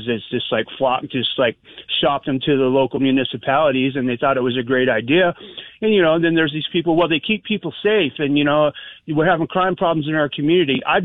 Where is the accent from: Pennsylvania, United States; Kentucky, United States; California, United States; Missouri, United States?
California, United States; back where I'm from in the redneck part of California, in my hometown